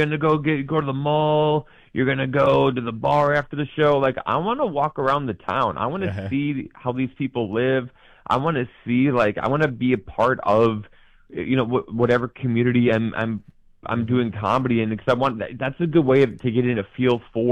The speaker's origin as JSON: {"language": "English", "region": "Midwest", "country": "United States", "lives_now": "New York, United States", "said": "I feel like I'm a Midwestern guy. You know, I live in New York, but I'm from the Midwest."}